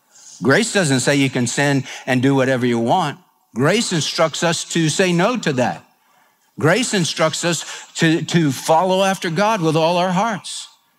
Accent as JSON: {"language": "English", "town": "Houston", "region": "Texas", "country": "United States"}